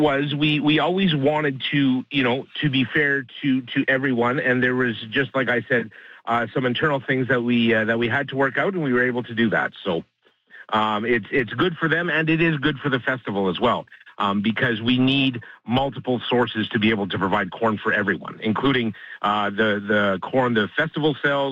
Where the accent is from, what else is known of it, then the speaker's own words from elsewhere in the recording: Morden, Manitoba, Canada; I grew up, I was born and raised in Morden, and I've spent most of my life here.